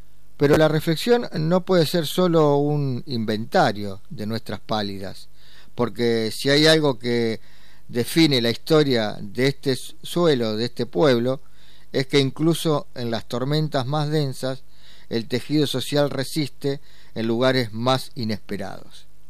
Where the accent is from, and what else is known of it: Argentina